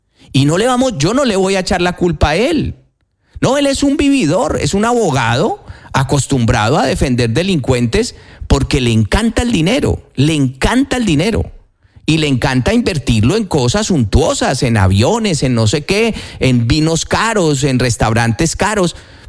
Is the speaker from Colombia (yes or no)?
yes; Colombia; moved away; no vivo en Colombia. Yo aquí tengo mi vida hecha.